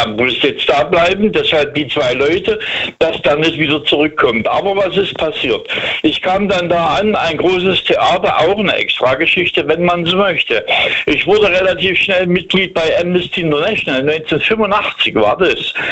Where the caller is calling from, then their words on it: Langenhalst, Hesse, Germany; Ich bin jetzt hier in Hessen. In Langenhalst, das ist eine kleine Stadt bei Frankfurt.